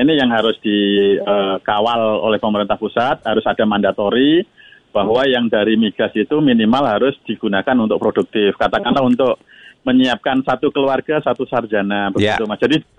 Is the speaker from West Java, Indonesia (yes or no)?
no; Bojonegoro, East Java, Indonesia; Kebetulan saya dari Bojonegoro, Mas.